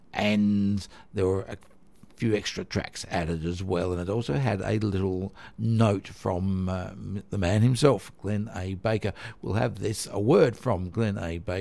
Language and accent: English; Adelaide, South Australia, Australia; where I was growing up in Adelaide